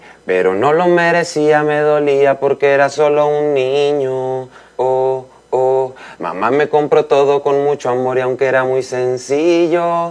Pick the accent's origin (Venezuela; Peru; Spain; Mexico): Mexico; Tepic, Nayarit; Soy de Tepic, Nayarit, orgullosamente.